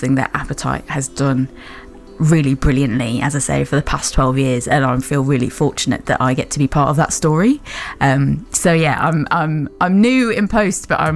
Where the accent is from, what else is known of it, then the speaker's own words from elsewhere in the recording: Wolverhampton, West Midlands, United Kingdom; accent: Black Country; I'm a black country girl, I'm from Wolverhampton. You can't always hear it unless I speak to my mum. You can hear the twang come out when I'm with my family.